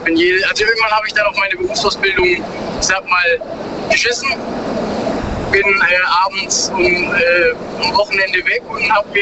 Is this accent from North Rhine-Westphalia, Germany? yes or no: no; Baden-Württemberg, Germany; ich komme aus der Nähe von Pforzheim, Karlsruhe, da die Gegend